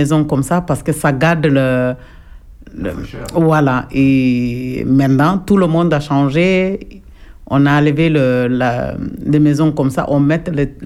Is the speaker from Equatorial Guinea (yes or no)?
no; Ziguinchor, Senegal; now in France; Je suis originaire de Casamance, département de Oussouy, à côté Cap Serine.